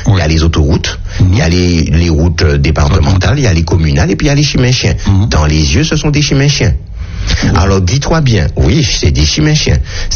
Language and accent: French; Martinique; c'est la maladie numéro 1 chez nous en Martinique.